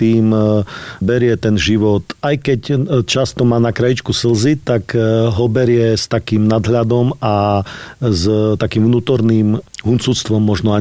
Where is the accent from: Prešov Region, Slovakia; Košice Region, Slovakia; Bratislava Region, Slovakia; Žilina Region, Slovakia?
Košice Region, Slovakia; Čečehov; born or raised there